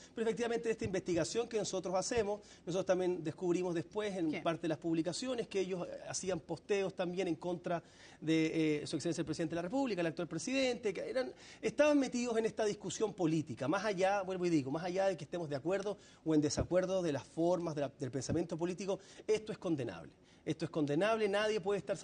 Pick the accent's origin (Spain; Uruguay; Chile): Chile; como chileno creo que los aranceles nos perjudican a nosotros